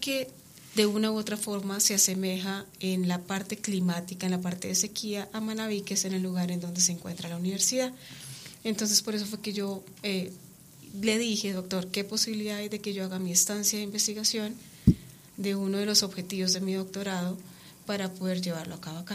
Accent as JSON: {"language": "Spanish", "country": "Colombia", "also_born_or_lived": "Ecuador", "moved": "yes", "said": "Yo soy colombiana, de nacionalidad colombiana y ecuatoriana."}